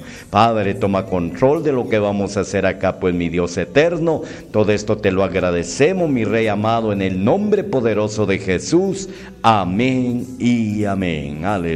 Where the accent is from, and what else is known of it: Guatemala